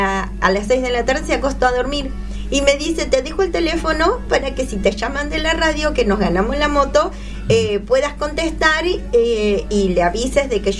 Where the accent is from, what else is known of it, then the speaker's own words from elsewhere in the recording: Monte Grande, Buenos Aires Province, Argentina; Nosotros somos de Monte Grande, mi marido es albañil, que es el que eligió el número.